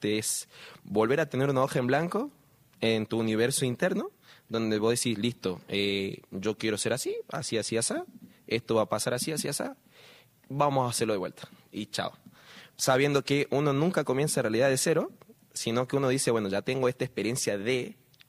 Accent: Jujuy, Argentina; pero me pasa de que yo digo, bueno, a mí me costó mucho salir de Jujuy.

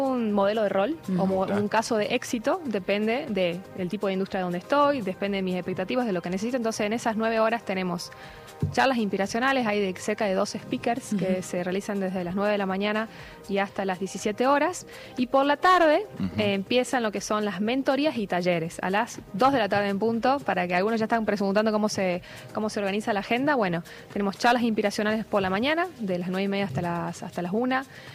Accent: Jujuy, Argentina; soy de Jujuy y me toca explorar las provincias del NOA de manera integral

